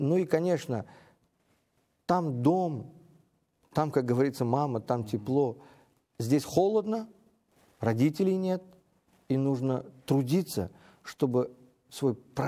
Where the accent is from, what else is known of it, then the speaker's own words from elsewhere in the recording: Uzbekistan; я сам уроженец азиатских стран, я сам уроженец Узбекистана, и я знаю, каков наш народ.